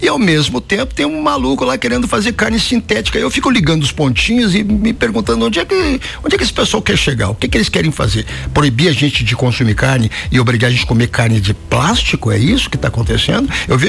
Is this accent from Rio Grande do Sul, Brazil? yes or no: yes; Porto Alegre, Rio Grande do Sul, Brazil; now in Alfredo Wagner, Brazil; Bom, eu sou um garoto de cidade, né? Eu sou de Porto Alegre, né? Agora dotado por Santa Catarina, eu sou catarinense agora. Muitos anos aqui já, né?